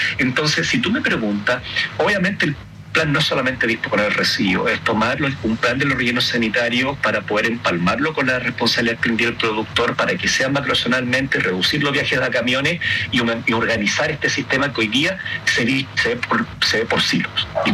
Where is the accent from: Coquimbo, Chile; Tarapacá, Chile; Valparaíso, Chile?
Tarapacá, Chile; Iquique; Yo soy de Iquique. El comportamiento de la gente de Iquique es muy distinto al comportamiento de la gente que vive en Valdivia, o que vive en Puerto Montt